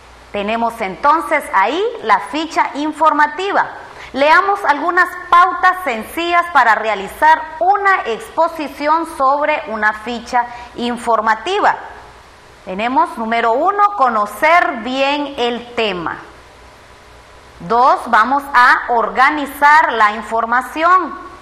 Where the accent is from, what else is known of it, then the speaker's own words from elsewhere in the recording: Nicaragua; Nuestra ave nacional nos representa como nicaragüenses.